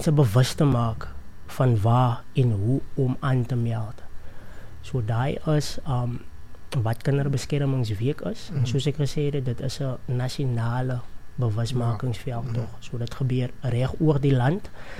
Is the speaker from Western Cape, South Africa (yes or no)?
yes; Oudtshoorn, Western Cape, South Africa; moved away as an adult; now in Knysna, South Africa; Ek is oorspronkelijk van Oudtshoorn, van die Hoorn, as ek het so kan sê. Ek het nou so 7 of sê maar 10 maande terug, het ek myself bevind in Nysna.